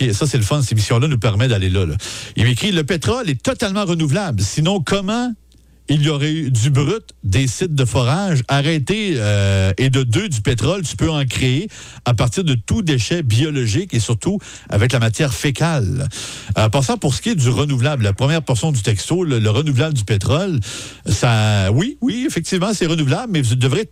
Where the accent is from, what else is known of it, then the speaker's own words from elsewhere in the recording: Quebec, Canada; On l'a chez nous au Québec.